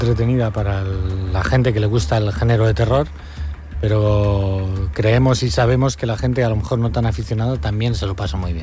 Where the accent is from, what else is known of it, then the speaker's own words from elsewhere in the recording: Santander, Cantabria, Spain; Catalan is a second language; sóc de Santander.